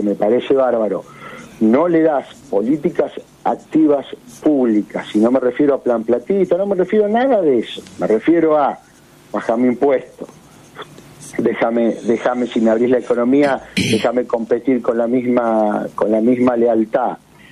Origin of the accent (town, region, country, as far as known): Argentina